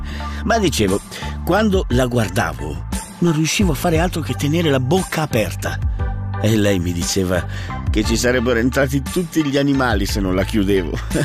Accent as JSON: {"language": "Italian", "region": "Ticino", "country": "Switzerland", "said": "non vengo da Roma, ma da una piccola valle del Sopraceneri. Cantone Ticino, Svizzera, Europa, mondo."}